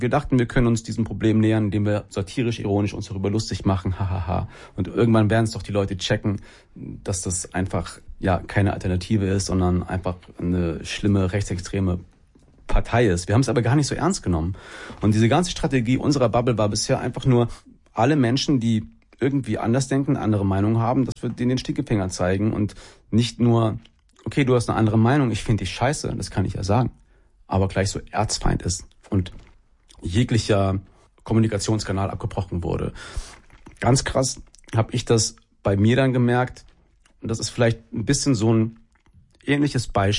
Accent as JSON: {"language": "German", "town": "Cologne", "region": "North Rhine-Westphalia", "country": "Germany", "said": "ich komme aus Köln-Ehrenfeld, das ist ein durch und durch gentrifiziertes Viertel, in dem 50% Grün wählen und 25% links."}